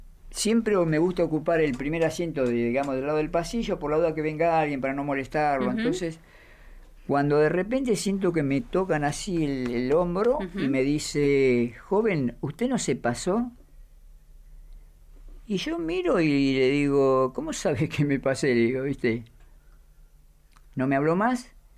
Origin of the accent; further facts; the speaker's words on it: Buenos Aires, Argentina; Yo vengo de Buenos Aires. Mi papá, mis padres eran paraguayos, ya no viven.